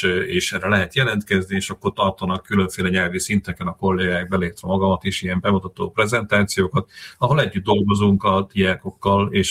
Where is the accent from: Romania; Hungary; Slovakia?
Slovakia; én felvidéki származású vagyok, tehát én azért ismerek több szláv nyelvet, hiszen olyan környezetben nőttem fel